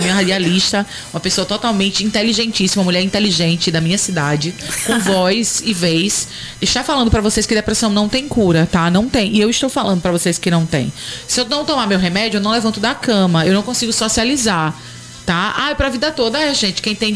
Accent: Northeast Region, Brazil; E eu deixo bem claro que sou artista e sou nordestina.

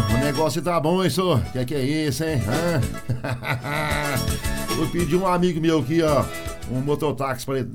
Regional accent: Ibiá, Minas Gerais, Brazil; aquela região ali da minha terra, né? Lá no Ibiá, no Alto Paranaíba, ali é gelado, viu? Ali faz frio com força.

